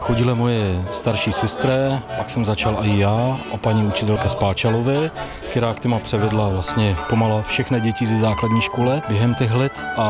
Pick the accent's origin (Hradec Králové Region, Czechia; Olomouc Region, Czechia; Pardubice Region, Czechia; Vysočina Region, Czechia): Olomouc Region, Czechia; Náklo; Já jsem z Nákla